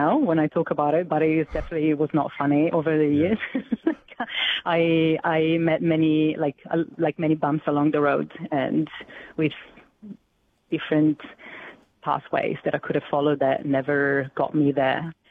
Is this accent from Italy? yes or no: yes; Italy; English is a second language; moved away as an adult; now in Australia; I'm already a midwife in my country. I come from Italy. I got my registration over 10 years ago, like a month before I decided to move to Australia.